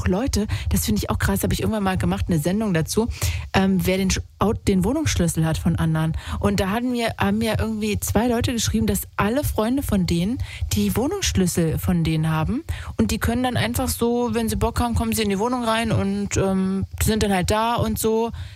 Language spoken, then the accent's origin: German; East Germany, Germany; ich komme auch aus Ostdeutschland.